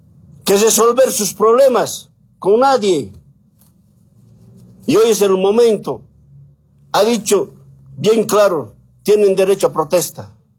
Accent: Bolivia

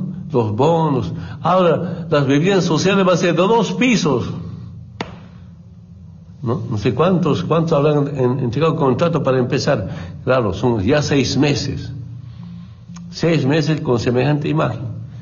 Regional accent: Orinoca, Oruro, Bolivia; Yo cuando me vine de Orinoca acá, de Oruro al Trópico, quería plantar plátano, naranja, coca, y quería estudiar, quería ser periodista.

